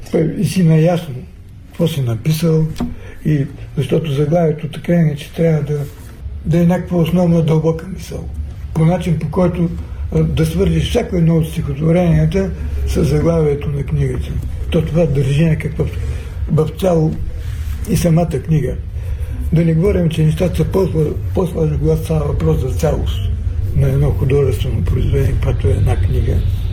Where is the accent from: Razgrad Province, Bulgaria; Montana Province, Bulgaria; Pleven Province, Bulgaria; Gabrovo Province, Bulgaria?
Razgrad Province, Bulgaria; Razgrad; аз съм роден в Разград и имам 7-8 години живеем, това е родния ми град.